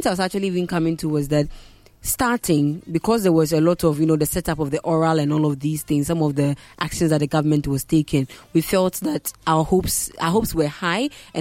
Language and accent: English; Ghana; as a Ghanaian